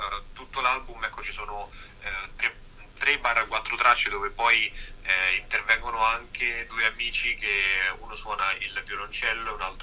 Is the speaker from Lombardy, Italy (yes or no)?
no; Fiuminata, Marche, Italy; moved away; also born or lived in Rome; molto legato comunque alla terra, alle Marche e al mio paesino d'origine, nello specifico, che è Fiuminata, si chiama, ed è in provincia di Macerata, è un paese di poco più di 1500 abitanti, insomma, quindi è veramente molto piccolo.